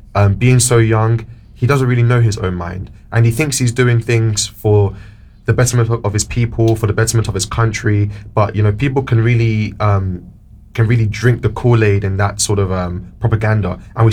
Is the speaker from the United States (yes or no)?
no; Nigeria; I'm Nigerian. I'm Yoruba